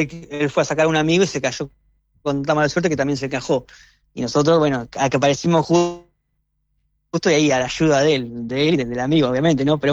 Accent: Mar del Plata, Buenos Aires Province, Argentina; De Mar del Plata.

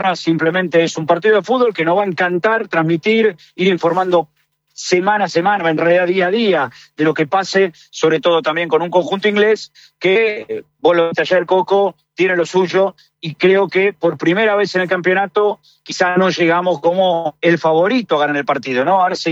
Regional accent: Argentina; que soy yo en este caso el que obviamente como argentino represento al sentir del argentino

